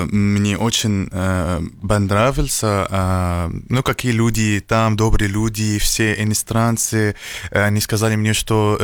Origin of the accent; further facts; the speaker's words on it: Syria; Russian is a second language; now in United Arab Emirates; я из Сирии, живу в Эмиратах.